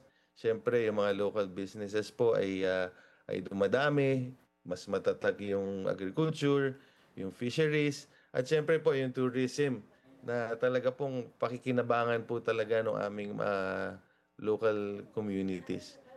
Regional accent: Busuanga, Mimaropa, Philippines

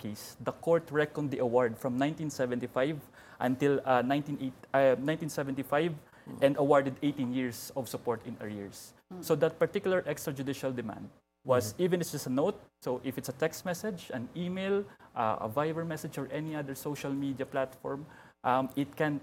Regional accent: Iloilo City, Western Visayas, Philippines; and I'm from Iloilo City

